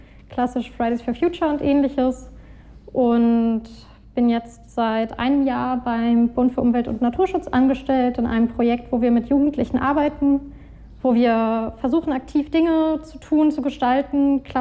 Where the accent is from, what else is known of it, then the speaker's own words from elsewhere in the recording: Berlin, Germany; ich bin in Berlin aufgewachsen.